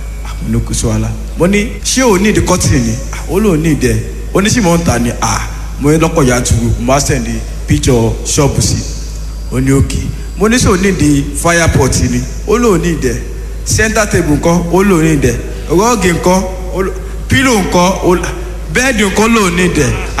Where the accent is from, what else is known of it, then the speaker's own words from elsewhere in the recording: Ado-Ekiti, Ekiti, Nigeria; mo wá láti ìlú Ekiti State nílùú Ado.